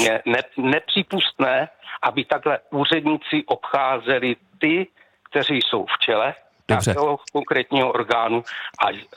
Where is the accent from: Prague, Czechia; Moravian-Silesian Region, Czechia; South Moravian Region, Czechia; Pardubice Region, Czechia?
South Moravian Region, Czechia; Brno; Mě by to nevadilo, v Brně, já jsem z Brna